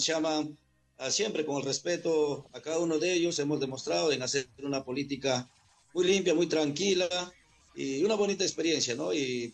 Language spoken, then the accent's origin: Spanish; San Luis, Ancash, Peru; born there; now in Chancay, Peru; nunca me voy a olvidar de la tierra que me vio nacer Carlos Fermín Fitzcarral.